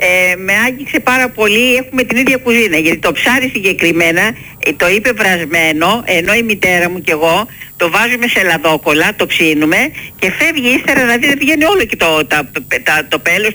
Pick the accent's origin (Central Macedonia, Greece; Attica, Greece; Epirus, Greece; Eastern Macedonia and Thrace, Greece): Attica, Greece; Plaka; Είμαι η κυρία από την Πλάκα.